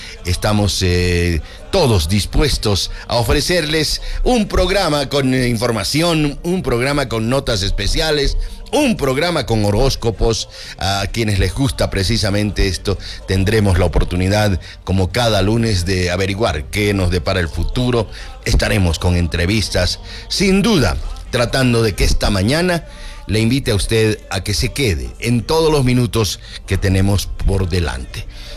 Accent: Bolivia

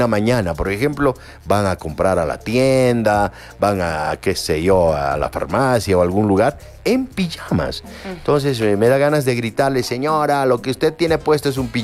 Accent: Bolivia; no solamente los bolivianos, sino también los peruanos, los ecuatorianos

